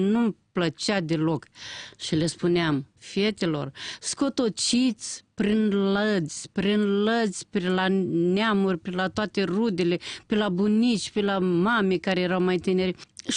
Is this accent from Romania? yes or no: no; Moldova; la noi la sud